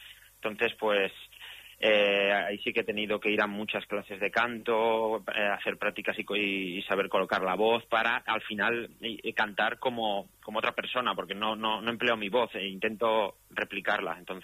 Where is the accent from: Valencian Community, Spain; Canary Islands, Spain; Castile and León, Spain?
Valencian Community, Spain; Valencia; aquí de Valencia, de las Fallas de Valencia, porque yo soy valenciano